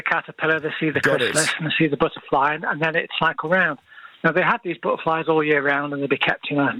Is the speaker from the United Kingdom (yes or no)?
yes; Stockport, North West England, United Kingdom; now in Hertfordshire, United Kingdom; We're actually originally from Stockport